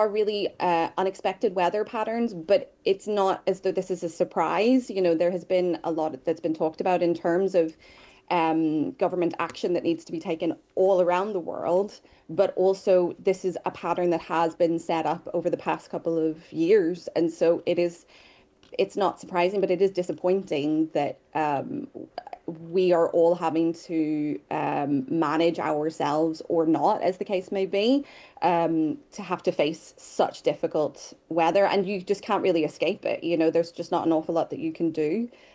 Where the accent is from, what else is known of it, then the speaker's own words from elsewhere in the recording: Ireland; now in Paris, France; as an Irish person